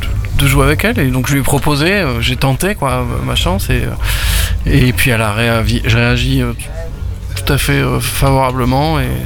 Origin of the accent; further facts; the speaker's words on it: Occitanie, France; born there; Moi, je suis né dans le Lot